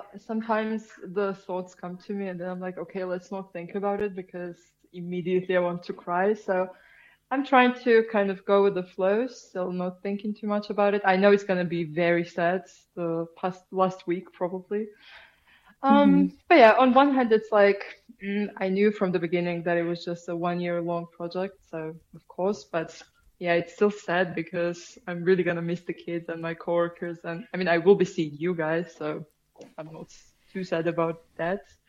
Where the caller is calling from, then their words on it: Schwaz, Tyrol, Austria; I'm in Schwarz, the youth center unit